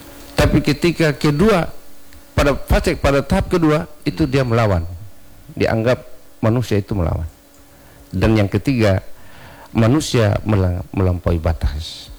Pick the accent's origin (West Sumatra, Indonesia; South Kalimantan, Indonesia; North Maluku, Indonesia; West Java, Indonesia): North Maluku, Indonesia; moved away; Jadi saya kemarin ke sana, ke Halmahera, ke kampung saya.